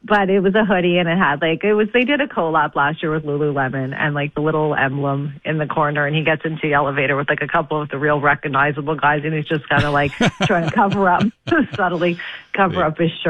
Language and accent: English; Quebec, Canada; I think obviously, especially as like English Quebecers, we're going to be very, very wary of that.